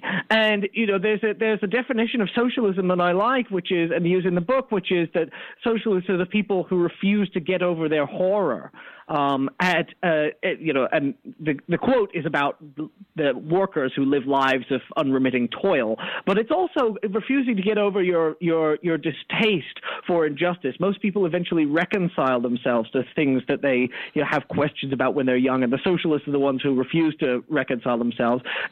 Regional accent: Sarasota, Florida, United States; I grew up in Sarasota, Florida

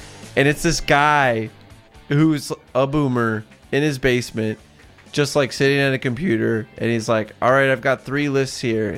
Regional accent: Tennessee, United States; I mean, I grew up in Tennessee. Like … pretty cool, but I do hear him a lot.

